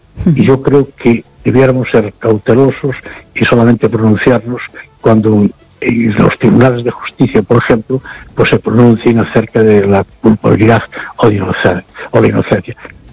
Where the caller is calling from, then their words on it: Noia, Galicia, Spain; Hola, buenas noches